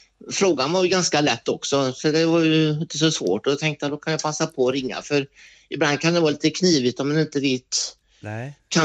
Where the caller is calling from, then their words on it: Åsens bruk, Västra Götaland County, Sweden; vi brukar säga Åsen, så är det bara Åsen då.